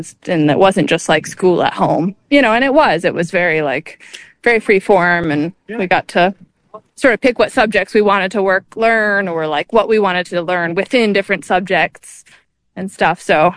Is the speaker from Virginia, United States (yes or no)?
yes; Charlottesville, Virginia, United States; born there; also born or lived in Vermont / Boston; we lived in Vermont until I was 10, and I think, when my parents told me we were moving originally, I was like super upset. I didn't want to leave like my friends in Vermont and stuff, but like very quickly, as soon as we got to Charlottesville, I realized like what an awesome place it was